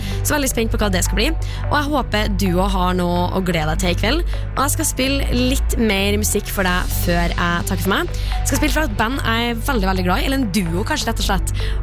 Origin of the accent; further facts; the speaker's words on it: Levanger, Trøndelag, Norway; now in Bergen, Norway; jeg nemlig så heldig at jeg har besøk av en venninne fra Levanger, min hjemby.